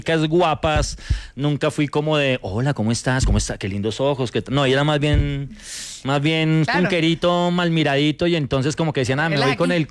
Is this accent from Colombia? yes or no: yes; Bogotá, Colombia; De hecho, lo que nos unió fue el barrio, porque ella es de Venecia, Italia, y yo soy del rincón de Venecia.